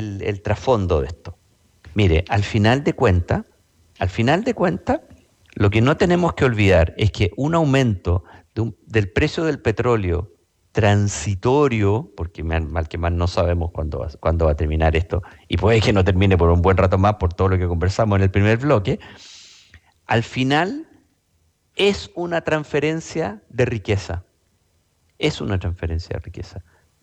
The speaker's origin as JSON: {"language": "Spanish", "country": "Chile"}